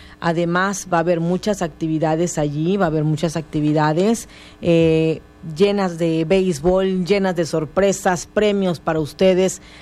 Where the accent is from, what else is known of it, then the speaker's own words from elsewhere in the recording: Cunduacán, Tabasco, Mexico; born there; La Atenas de Tabasco, la cuna de hombres, mujeres y hombres ilustres, lugar de olla, pan y culebras, de ahí meritito soy, de Condoacán.